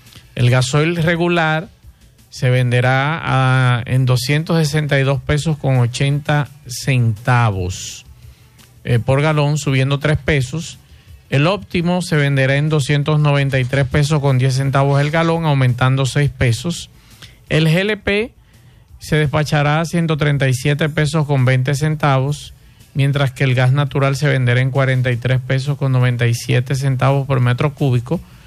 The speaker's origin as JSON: {"language": "Spanish", "country": "Dominican Republic", "said": "somos nosotros los dominicanos"}